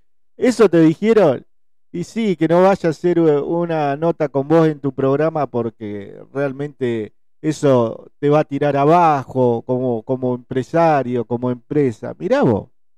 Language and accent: Spanish; Buenos Aires, Argentina; also born or lived in Concepción del Uruguay, Entre Ríos; now in Diamante, Argentina; viví mucho tiempo en Concepción del Uruguay. En realidad yo soy de Buenos Aires, pero viví un tiempo en Concepción y en otros lugares de la provincia.